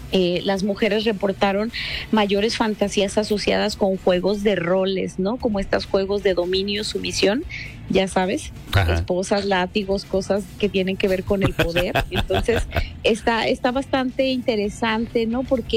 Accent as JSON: {"language": "Spanish", "country": "Mexico"}